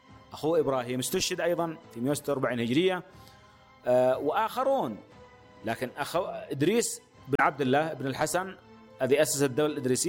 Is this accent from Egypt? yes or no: no; Yemen; وهذا ما يحتم علينا كيمنيين أن نعود إليه